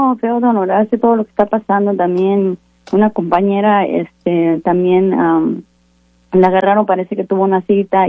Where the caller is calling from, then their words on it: Seattle, Washington, United States; Yo estoy en Seattle.